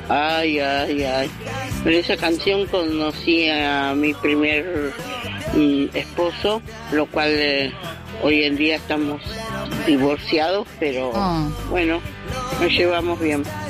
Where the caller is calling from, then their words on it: Virrey del Pino, Buenos Aires Province, Argentina; Hola, radio. … de Virrey del Pino.